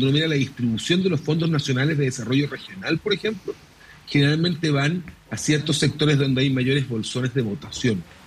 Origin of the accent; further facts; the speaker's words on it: Concepción, Biobío, Chile; Yo soy de Concepción